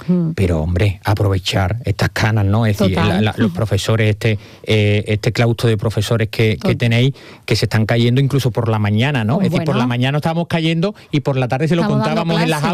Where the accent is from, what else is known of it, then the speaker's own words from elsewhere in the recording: Huelva, Andalusia, Spain; moved away as an adult; yo he hecho un recorrido personal, profesional, que yo salí de Huelva siendo … y ahora estoy volviendo a hacerlo.